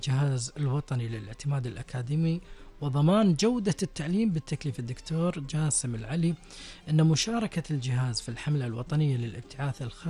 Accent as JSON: {"language": "Arabic", "country": "Kuwait", "said": "في ديرتنا الحبيبة الغالية الكويت"}